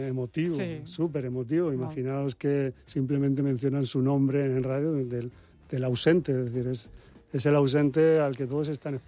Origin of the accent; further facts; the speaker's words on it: Almoradí, Valencian Community, Spain; Yo soy de un pueblo de Alicante que se llama Almoradí